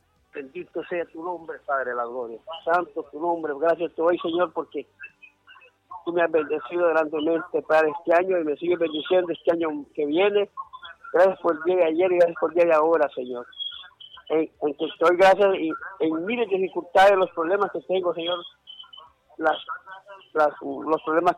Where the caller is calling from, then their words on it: Villanueva, Cortés, Honduras; De Villanueva, hermano Chuy. Soy de Villanueva.